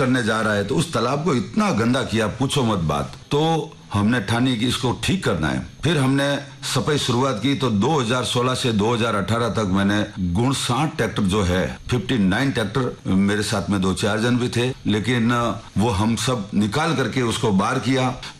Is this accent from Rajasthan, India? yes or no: yes; Pali district, Rajasthan, India; now in Jodhpur, India; और मैं पाली जिला गांव गहरी का रहने वाला हूं। यहां पर जोधपुर में 29 सालों से रह रहा हूं और फिर बाद में यहां पर गुरो के तालाब में मैं शिफ्ट हुआ